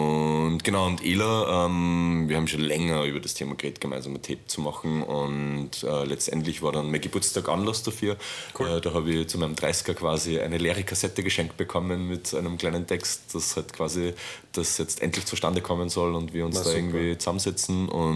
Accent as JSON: {"language": "German", "town": "Linz", "region": "Upper Austria", "country": "Austria", "tie": "born or raised there", "also_born_or_lived": "Istanbul"}